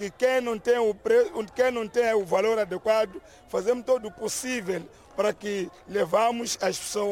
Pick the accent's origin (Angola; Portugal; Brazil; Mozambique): Mozambique; Agora, nós, como moçambicanos, fazemos tudo o possível